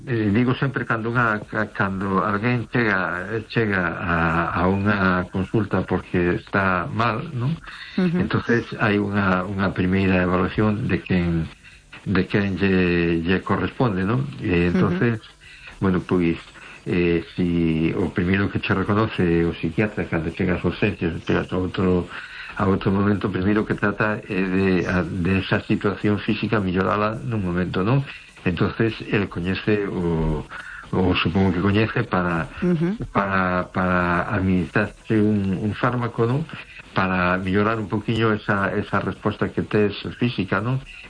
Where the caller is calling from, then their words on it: A Coruña, Galicia, Spain; Buenas noches … de Coruña.